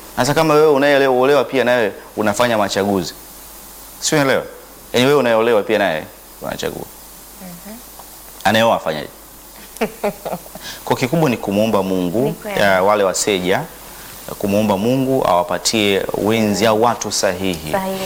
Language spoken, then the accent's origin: Swahili; Songea, Ruvuma, Tanzania; moved away; Kule kwetu Songea wanasema mpaka Liamba.